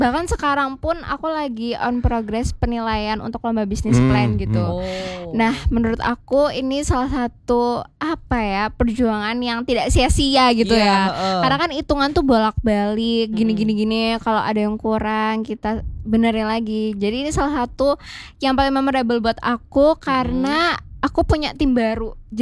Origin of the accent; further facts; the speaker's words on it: Surabaya, East Java, Indonesia; Surabaya asli. Surabaya dong, dari lahir.